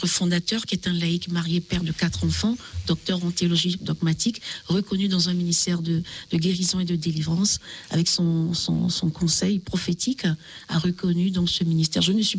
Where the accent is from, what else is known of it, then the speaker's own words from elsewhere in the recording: Côte d’Ivoire; also born or lived in Belgium; je dis 93 parce que je suis aussi belge. Hein. Je viens à la fois de Côte d'Ivoire et de Belgique.